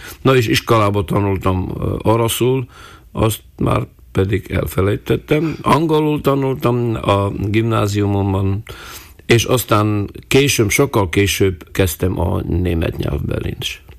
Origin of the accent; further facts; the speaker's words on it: Prešov, Prešov Region, Slovakia; Hát otthon, oda-haza, Eperjesen. Amikor én születtem, akkor az öreg anyám és az öreg apám, a édesanyámnak a oldalról, azok csak magyarul beszéltek.